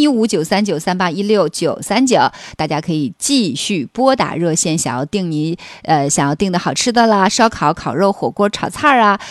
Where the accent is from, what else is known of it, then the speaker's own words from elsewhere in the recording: Northeast China, China; 也是让我们东北人很自豪的一件事情